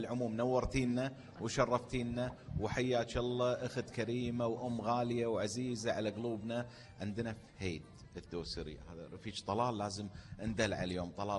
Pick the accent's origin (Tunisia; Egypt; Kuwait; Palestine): Kuwait